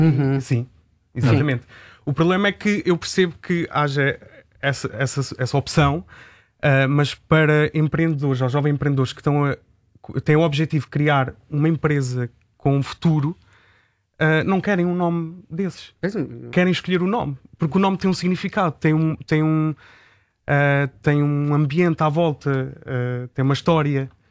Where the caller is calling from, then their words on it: Leiria, Portugal; Sou do distrito de Leiria, sim.